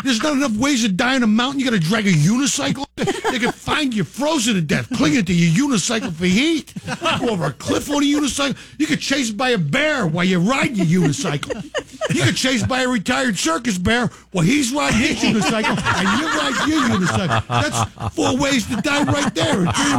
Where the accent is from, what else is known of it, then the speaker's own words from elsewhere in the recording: Philadelphia, Pennsylvania, United States; First off, I'm from Philly, all right?